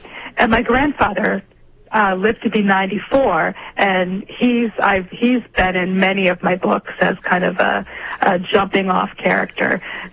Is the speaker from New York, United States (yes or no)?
no; Cape Cod, Massachusetts, United States; I grew up on the Cape.